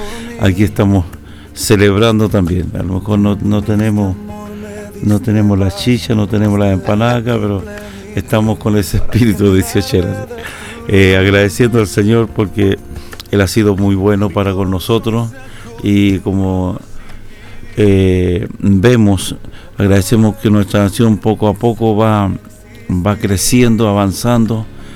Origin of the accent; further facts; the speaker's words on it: Chile